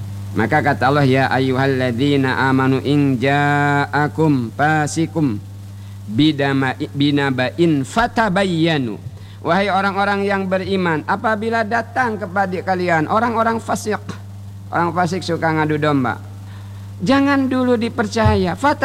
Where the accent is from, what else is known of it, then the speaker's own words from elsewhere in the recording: Bangka Belitung Islands, Indonesia; Kata kita orang Bangka, bebula.